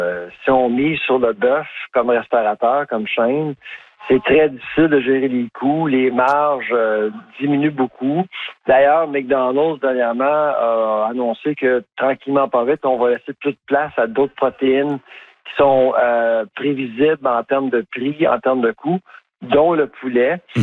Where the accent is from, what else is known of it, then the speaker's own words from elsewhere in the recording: Quebec, Canada; now in Nova Scotia, Canada; Ben moi, je suis Québécois, mais je vis pas au Québec.